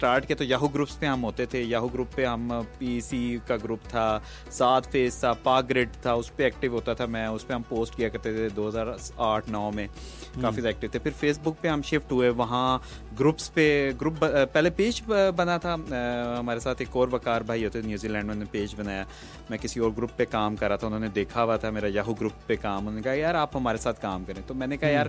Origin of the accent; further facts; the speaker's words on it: Multan, Punjab, Pakistan; moved away as an adult; also born or lived in South Korea / Netherlands / Italy; now in Faisalabad, Pakistan; میں نے ملتان میں بالکل میں پیدا ہوا اور وہیں میری تعلیم ہے، کالج سے، ملتان گورنمنٹ کالج سے